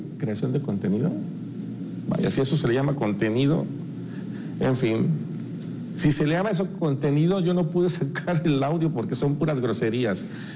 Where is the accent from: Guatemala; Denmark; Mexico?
Mexico; como periodista, como ciudadano mexicano